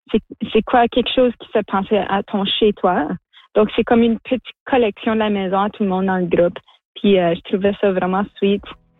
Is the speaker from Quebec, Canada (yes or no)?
no; Ontario, Canada; Moi, je viens du nord de l'Ontario, mais on a quand même beaucoup en commun. La façon qu'on a grandi, notre connexion au territoire.